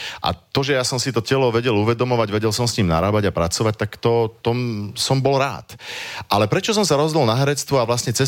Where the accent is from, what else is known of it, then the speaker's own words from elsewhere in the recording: Banská Bystrica, Banská Bystrica Region, Slovakia; nechcel som odísť z Banskej Bystrice, z rodného mesta. V Bystrici otvárali Akadémiu umení